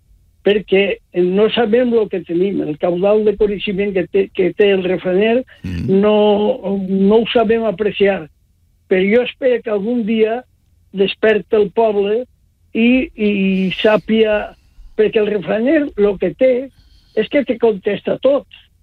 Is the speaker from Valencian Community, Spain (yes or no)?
yes; Valencian Community, Spain; valencians que som uns més infot i no sabem conservar aquesta cultura.